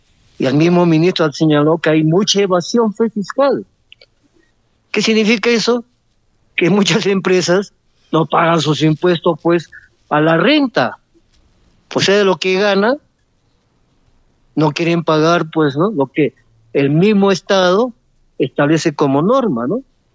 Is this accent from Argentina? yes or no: no; Peru; nosotros, como peruanos, tenemos que proteger nuestros intereses